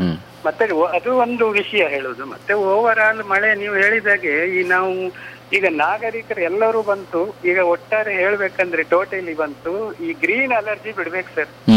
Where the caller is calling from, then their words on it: Karnataka, India; ಈಗ ನೋಡಿ ಇಲ್ಲಿ ಕರಾವಳಿಯಲ್ಲಿ ಜಾಸ್ತಿ ಇತ್ತದು